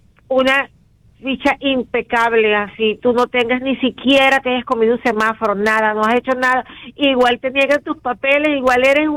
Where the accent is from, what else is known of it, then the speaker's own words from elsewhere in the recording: Venezuela; now in United States; Somos venezolanos, nos quitaron el TPS